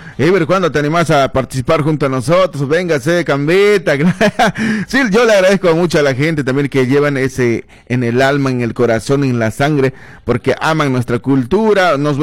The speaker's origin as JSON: {"language": "Spanish", "country": "Bolivia", "moved": "yes", "lives_now": "Argentina"}